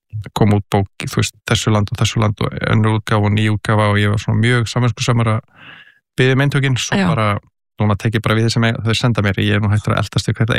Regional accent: Kópavogur, Capital Region, Iceland; also born or lived in Reykjavík; Ég alinn upp í Kópavogi til 13 ára aldurs, í Hjallakverfinu og ég fæddist svona reyndar í Reykjavík

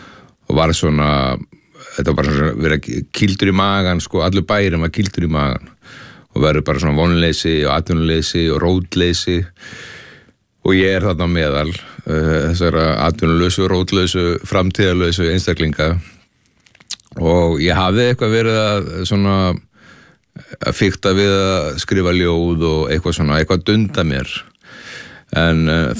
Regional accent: Ólafsvík, Western Region, Iceland; Já, ég bjó í Ólafsvík, ólst upp í Ólafsvík

